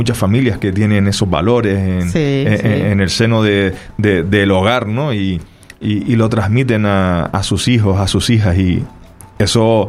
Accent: Canary Islands, Spain; O como decimos en Canarias

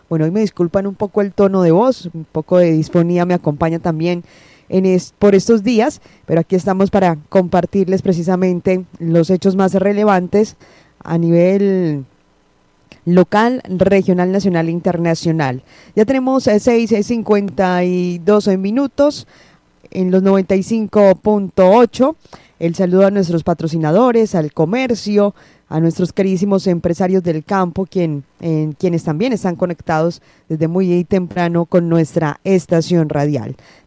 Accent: Colombia

